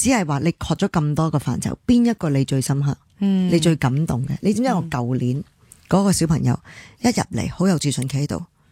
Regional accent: Hong Kong; 我哋香港都出咗个太空人啦

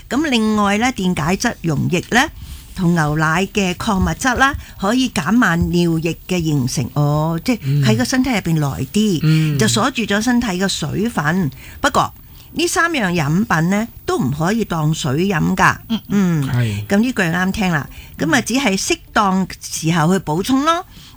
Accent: South China, China; 我系南方人

